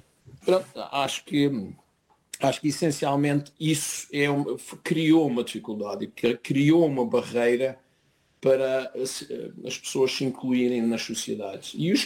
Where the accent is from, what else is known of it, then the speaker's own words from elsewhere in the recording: Portugal; moved away as an adult; now in Norway; eu saí de Portugal, estava a jogar no Vitória de Setúbal, era um bol, e quando saí de Portugal vim para a Noruega